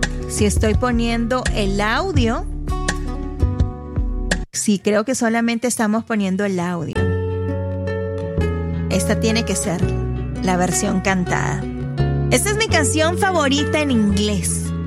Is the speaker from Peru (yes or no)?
yes; Peru; como buena peruana, un buen ceviche, por favor.